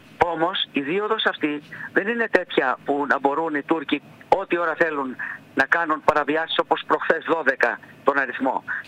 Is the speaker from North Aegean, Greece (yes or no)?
yes; Samos, North Aegean, Greece; την ιδιαίτερη πατρίδα μου, τη Σάμο